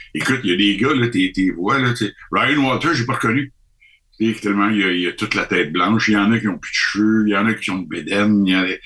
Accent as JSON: {"language": "French", "country": "Canada", "said": "moi, je suis du Canada, je suis ici passage, et ça, c'est la Corvette de Denis Savard"}